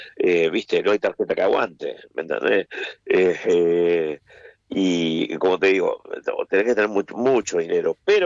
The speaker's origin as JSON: {"language": "Spanish", "country": "Argentina", "moved": "yes", "lives_now": "United States", "said": "yo soy muy reconocido acá como argentino, ¿no? No saben ni que soy periodista, ni nada, pero sí saben que soy argentino. Eso, viste, no se puede, el acento o lo que sea, no se puede cambiar"}